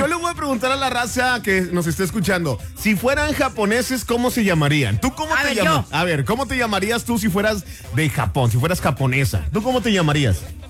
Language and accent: Spanish; Monterrey, Nuevo León, Mexico; lo que somos los regios.